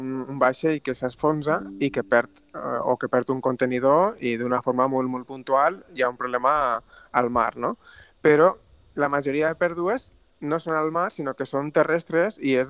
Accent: Tarragona, Catalonia, Spain; Bueno, jo sóc de Tarragona, eh? Però jo estic vivint al País Basc i per tant, em tocava el tema una mica com a personal, no?

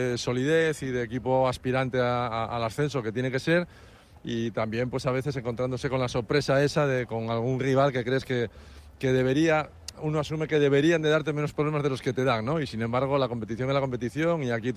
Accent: Asturias, Spain; moved away; todos somos asturianos.

